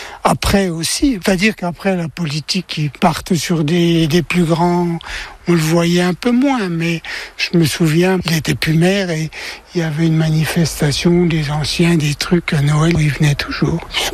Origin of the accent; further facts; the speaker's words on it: Bourgogne-Franche-Comté, France; born there; now in Chailly-sur-Armançon, France; le petit village où je suis né, à Tôte exactement. Mes parents venaient le bistrot avec poste à essence.